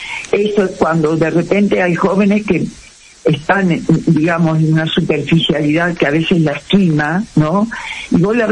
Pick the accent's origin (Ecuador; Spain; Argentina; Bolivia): Argentina; Tucumán; now in Salta, Argentina; yo no soy salteña, soy tucumana, pero amo el norte y Salta como si fuera, hubiera nacido acá